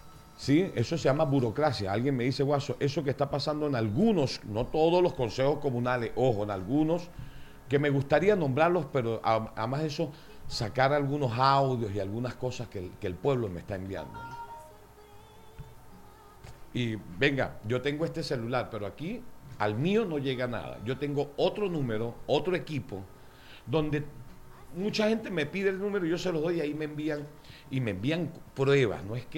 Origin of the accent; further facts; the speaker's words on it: Mérida, Venezuela; also born or lived in El Vigía; Yo me crié en el Andrés Eloy, yo me crié en la Avenida Universidad, Ollada de Milla y Andrés Eloy Blanco. Pero nací en La Milagrosa.